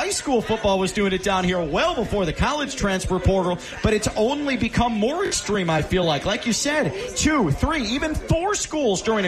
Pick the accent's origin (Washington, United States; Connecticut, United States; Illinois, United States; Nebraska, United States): Illinois, United States; Chicago; moved away as an adult; now in South Florida, United States; It was a culture shock for me when almost 20 years ago I came down to South Florida. I'm born and raised in the Chicago area.